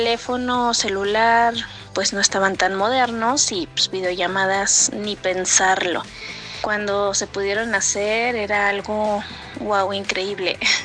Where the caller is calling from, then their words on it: Temixco, Morelos, Mexico; Los escucho desde Temisco